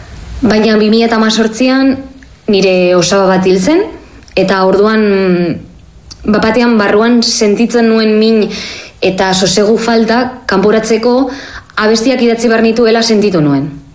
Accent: Vitoria-Gasteiz, Basque Country, Spain; moved away as an adult; now in Barcelona, Spain; gasteiztarra naiz, euskalduna, baina duela 14 urte Bartzelonara etorri nintzen arte dramatiko ikastera, eta handik aurrera nire karrera profesionala eta artistikoa hemen gauzatu ditut.

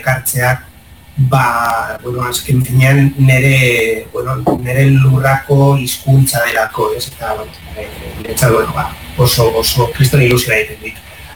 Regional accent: San Sebastián, Basque Country, Spain; Ni donostiarra naiz, baino paisaian eta Uria mendian asko ibili naiz, asko.

